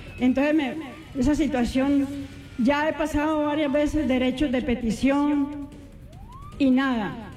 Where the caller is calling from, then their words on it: Santa Marta, Magdalena, Colombia; yo no vivo aquí, yo vivo en Santa Marta.